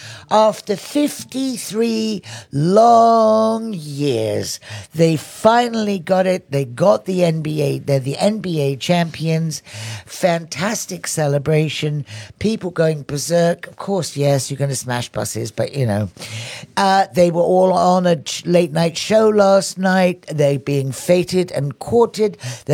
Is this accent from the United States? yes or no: no; England, United Kingdom; I'm English, but that's the Sassenach they call you.